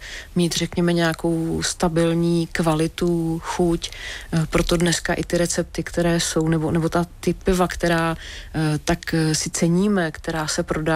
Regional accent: Nymburk, Central Bohemian Region, Czechia; born there; narodila jsem se v Nymburce, že jo, nymburský pivovar, postřižinský, Bohumil Hrabal, takový ten étos toho města, ten duch.

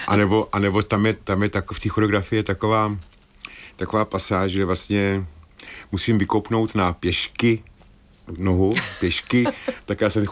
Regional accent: Most, Ústí nad Labem Region, Czechia; ta kapela je z Mostu, já jsem z Mostu

